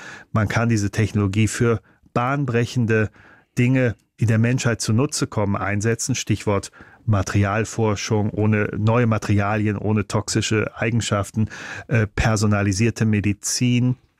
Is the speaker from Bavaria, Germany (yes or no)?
yes; Munich, Bavaria, Germany; Als Münchner, es ärgert mich dramatisch.